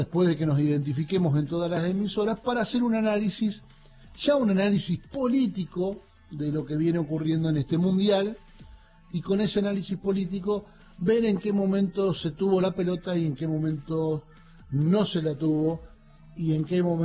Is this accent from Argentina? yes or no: yes; Argentina; los argentinos estamos demostrando lo que nos distingue a nivel mundial en ese aspecto.